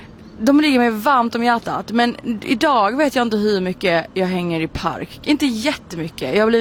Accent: Malmö, Skåne, Sweden; Jag är uppvuxen i Kilseberg och... har hängt mycket i Bulltofta fältet där

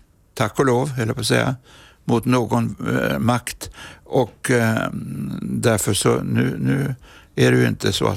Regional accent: Norrland, Sweden; Men jag har ju överlevt, jag är ju norrlänning, jag är seg.

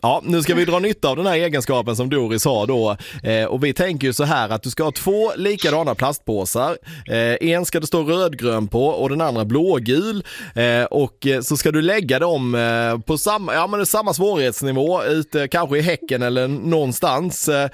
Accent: Blekinge, Sweden; accent: Blekinge dialect; vi är ju i Blekinge trots allt, det är fler än jag som har svårt att säga R.

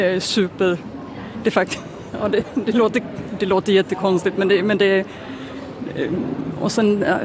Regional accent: Sweden; now in Denmark; jag är ju svensk och även om jag har bott där jättemånga år så ja, men jag blir ju supersvensk

